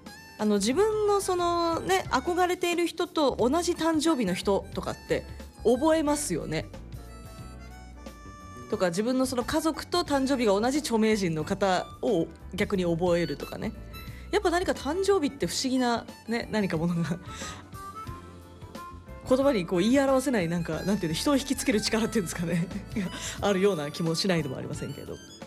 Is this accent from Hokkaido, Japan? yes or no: yes; Shari, Hokkaido, Japan; born there; now in Kitami, Japan; 斜里町生まれ北見市在住のアナウンサー